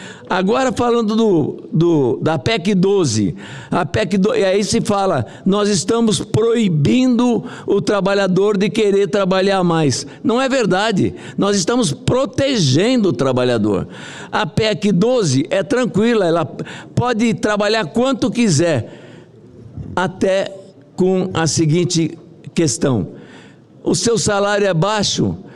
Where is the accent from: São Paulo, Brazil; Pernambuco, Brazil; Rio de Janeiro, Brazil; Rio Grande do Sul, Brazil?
São Paulo, Brazil; now in Brasília, Brazil; eu sou de São Paulo